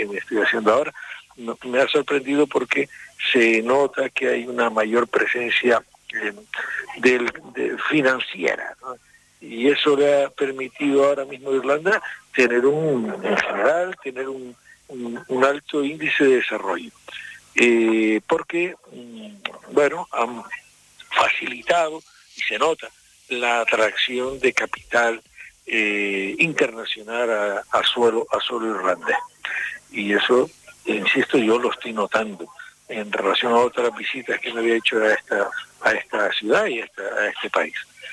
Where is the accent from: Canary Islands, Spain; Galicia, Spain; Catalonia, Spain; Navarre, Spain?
Canary Islands, Spain; colegas ahí de nuestra tierra canaria